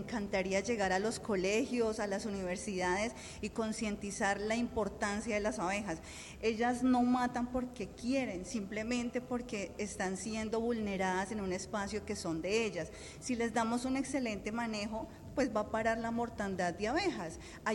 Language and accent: Spanish; Bello, Antioquia, Colombia; also born or lived in Quimbaya, Quindío; now in Villavicencio, Colombia; yo soy orgullosamente campesina, cultivadora de café en Quimbaya, Quindío, criada en Bello, Antioquia, y amo esta región porque soy agricultora